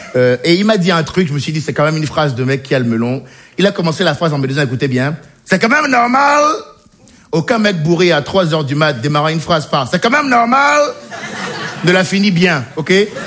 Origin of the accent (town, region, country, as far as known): Benin; born or raised there